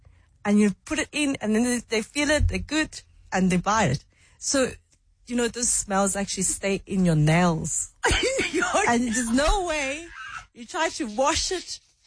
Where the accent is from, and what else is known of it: Hong Kong